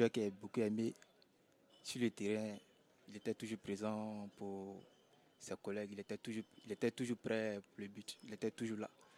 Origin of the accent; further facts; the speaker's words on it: Abobo, Abidjan, Côte d’Ivoire; moved away; Moi, je viens de la Côte d'Ivoire. Ma ville, c'est Abobo.